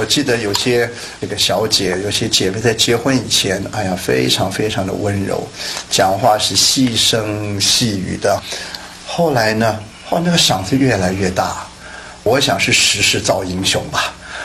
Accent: Guangdong, China; 譬如说我是广东人

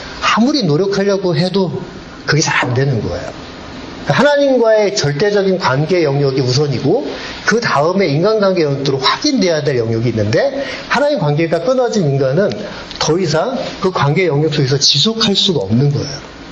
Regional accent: South Korea; 제가 한국 사람이니까 그게 느껴져요.

